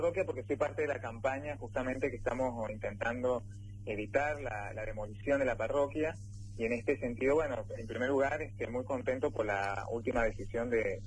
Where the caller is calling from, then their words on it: San Juan, Argentina; Yo soy de San Juan, de la ciudad de San Juan.